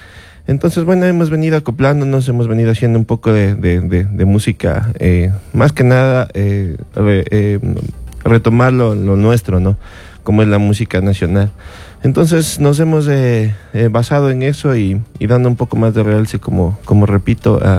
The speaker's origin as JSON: {"language": "Spanish", "town": "Cotacachi", "region": "Imbabura", "country": "Ecuador", "tie": "born or raised there", "said": "somos todos de Cotacachi, netamente cotacachiños todos."}